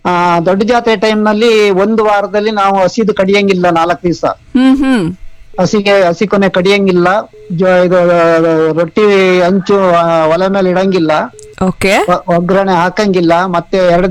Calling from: Kenchammana Hosakote, Karnataka, India; ಕೆಂಚಮ್ಮ ಹೊಸಕೋಟೆ ನಮ್ದು ಊರು.

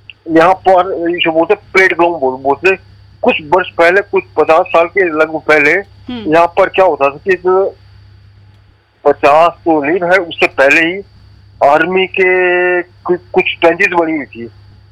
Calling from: Dharamshala, Himachal Pradesh, India; हमारा ये गांव है छोटा सा, ये धर्मशाला नहीं है, अपना स्टेडियम के पास ही है।

